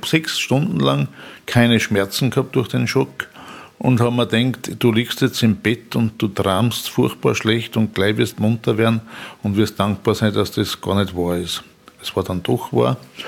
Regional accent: Upper Austria, Austria; Wir haben da eher Ebene, aber wenn ich in meine Heimat fahre, da fängt dann der Kobernaußerwald an und so, da wird schon sehr hügelig und waldig.

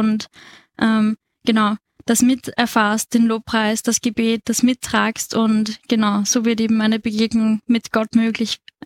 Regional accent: Bergland, Lower Austria, Austria; now in Vienna, Austria; Genau, ich bin aus Bergland. Genau, wir studieren beide gerade in Wien

